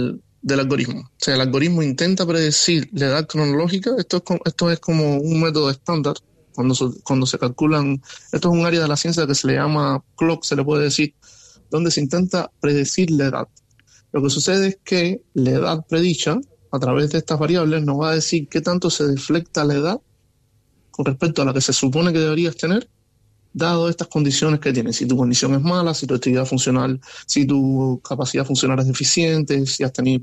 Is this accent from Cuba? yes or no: yes; Cuba; now in Chile; yo soy cubano viviendo en Chile